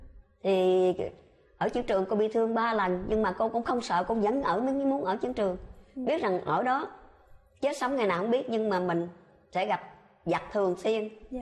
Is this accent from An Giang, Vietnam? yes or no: no; Cu Chi, Ho Chi Minh City, Vietnam; quê hương Củ Chi.